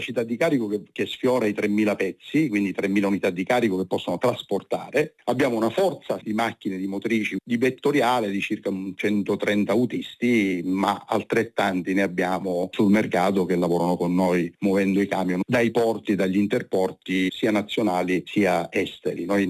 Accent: Sicily, Italy; essendo siciliani eravamo più specializzati verso le destinazioni siciliane

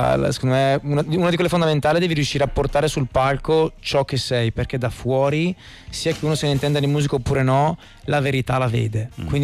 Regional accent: Brescia, Lombardy, Italy; siamo tutti di Brescia

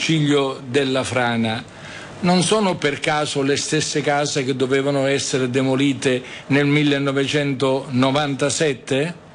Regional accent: Sicily, Italy; io ho 71 anni, onorevole interrogante, sono siciliano

